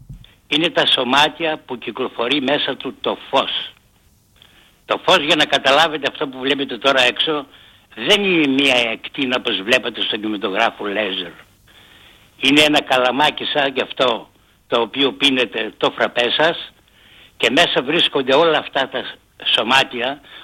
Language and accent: Greek; Greece